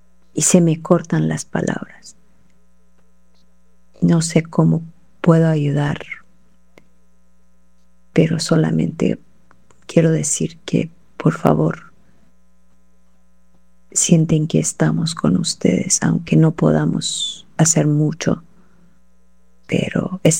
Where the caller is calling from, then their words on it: Iran; de Irán, desde el pueblo resistente de Irán